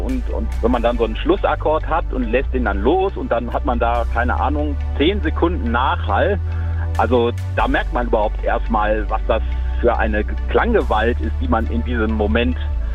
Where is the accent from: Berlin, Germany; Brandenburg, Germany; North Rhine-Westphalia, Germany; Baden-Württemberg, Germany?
North Rhine-Westphalia, Germany; Cologne; Ich bin eine Kölsche Jung, was wisst ihr mag.